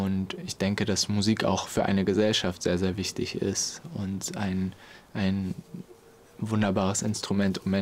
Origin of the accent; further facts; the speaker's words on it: Hamburg, Germany; Aufgewachsen bin ich im Nordosten Hamburgs als Teil einer Baha'i-Familie und auch einer Baha'i-Gemeinde.